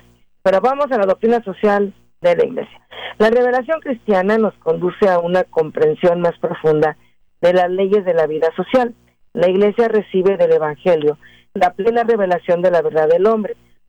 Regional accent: Mexico City, Mexico; born there; yo nací en la Ciudad de México, fíjese. Y entonces nos restringían el agua.

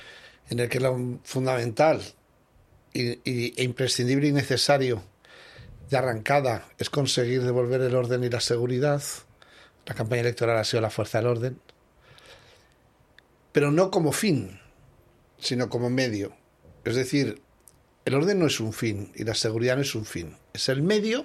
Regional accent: Spain; now in Peru; Se lo digo yo que soy extranjero, que soy español, y yo no he votado.

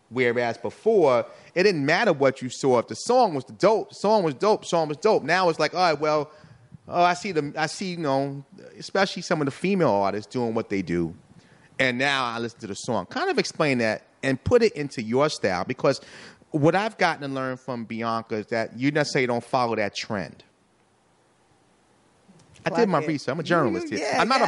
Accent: New York, United States; I want to go back to growing up in New York, because we're all from New York here. Three or four of us are from the Bronx, the borough itself.

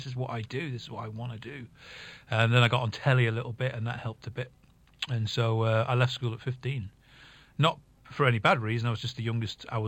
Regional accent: Rufford, North West England, United Kingdom; I was born in Rufford, which is the other side of Ormskirk. And my family go back in that village, believe it or not, to 1327, way back.

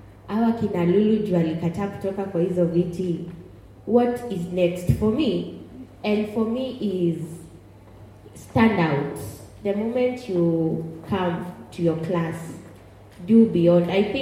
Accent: Western, Kenya; You know, mimi nimesomea Kiambu, then Murang'a. And I'm from Western.

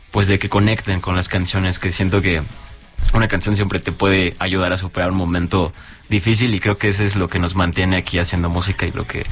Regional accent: Nicolás Romero, State of Mexico, Mexico; Somos del Estado de México, de Nicolás Romero.

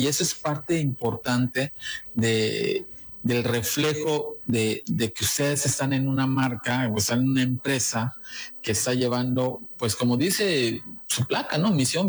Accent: Yucatán, Mexico; Los que somos yucatecos

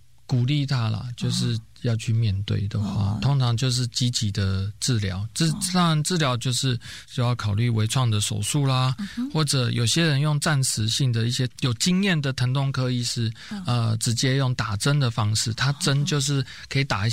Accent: Taiwan; 我们台湾人

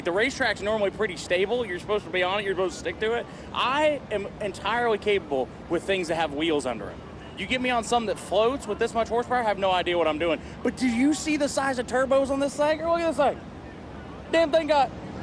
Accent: Kansas, United States; I'm from Kansas. It's only a four-hour drive

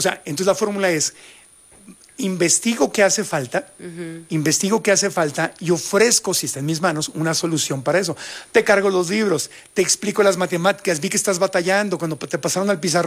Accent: Ciudad Obregón, Sonora, Mexico; Yo crecí en Sonora, uh-huh, en Obregón.

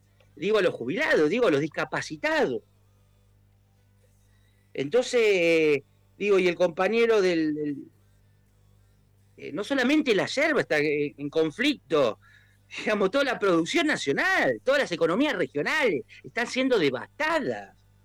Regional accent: Argentina

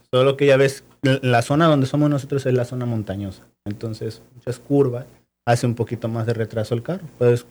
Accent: Naranjillo, Veracruz, Mexico; moved away; Desde allá del estado de Veracruz, de nuestro pueblo Naranjillo. Naranjillo, municipio de Naolinco, Veracruz.

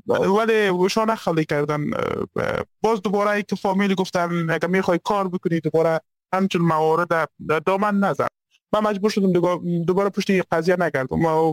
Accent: Afghanistan; چون من خودم یک از در خانواده های البته افغانی به دنیا آمدیم

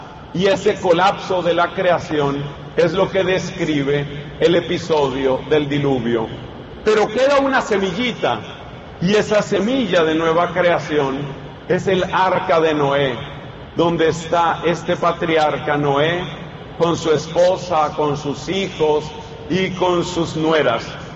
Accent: Colombia; En una de las comunidades católicas de oración en mi país llega una noticia. Esa noticia es que una compañerita de una niña que asiste a nuestra comunidad de oración allá en Bogotá

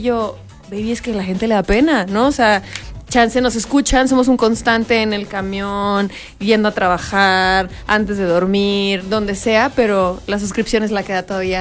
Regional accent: León, Guanajuato, Mexico; Somos de León.

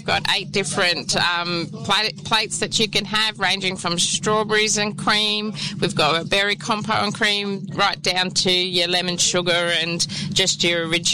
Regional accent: Sunshine Coast, Queensland, Australia; We're from the Sunshine Coast.

